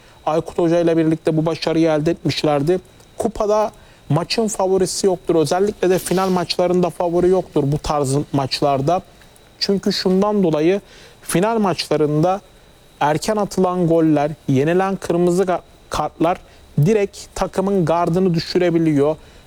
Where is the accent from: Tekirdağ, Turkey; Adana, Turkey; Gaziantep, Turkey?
Adana, Turkey; Adanalıyım mesela.